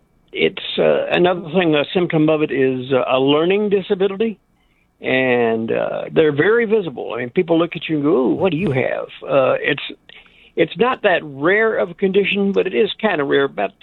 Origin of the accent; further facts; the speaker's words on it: Beaufort, South Carolina, United States; growing up in Beaufort, South Carolina, which is a Marine Corps town